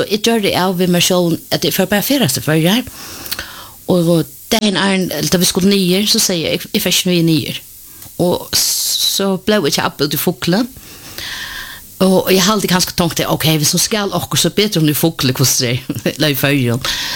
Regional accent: Denmark; Jeg først for eldre, oppvaksen i Danmark

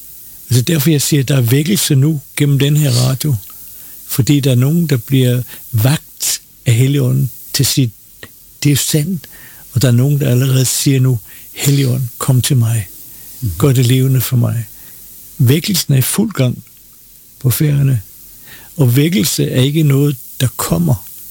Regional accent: Copenhagen, Capital Region of Denmark, Denmark; jeg ved ikke, om det var fordi, jeg var københavner

